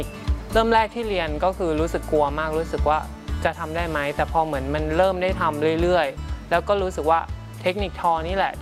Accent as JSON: {"language": "Thai", "region": "Sisaket", "country": "Thailand", "tie": "born or raised there", "said": "เราจังหวัดเราอ่ะที่เป็นบ้านเกิดอ่ะมีช้อยในนั้นมีเป็นตัวเลือกเป็นแบบว่าเขาเรียกอะไรเป็นกฎในนั้นแบบว่าเอ้ยมีจังหวัด5พื้นที่นั้นซึ่งหนูมาจากศรีสะเกษ"}